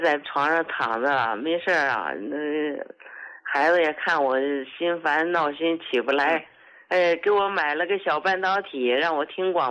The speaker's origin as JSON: {"language": "Chinese", "region": "Northeast China", "country": "China", "said": "哎，胡老师，我是东北的一个患者。"}